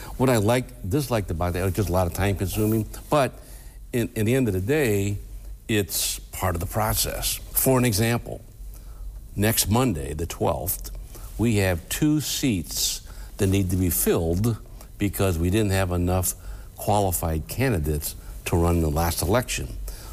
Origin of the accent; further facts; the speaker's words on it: Toledo, Ohio, United States; So I grew up in West Toledo. Mancy's Restaurant was my local neighborhood, if you will, and grew up on Berkeley Drive, St. Agnes Parish.